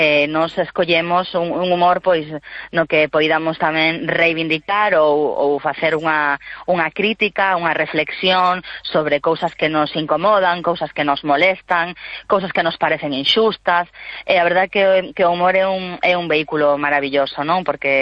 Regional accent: Buenos Aires, Argentina; also born or lived in Vigo; now in O Porriño, Spain; son de Buenos Aires, nací en Buenos Aires, pero viven en Vigo, e agora estamos as dúas afincadas no Porriño.

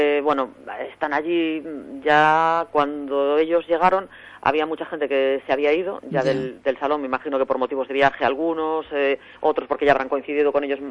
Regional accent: Ribadeo, Galicia, Spain; somos de Ribadeo

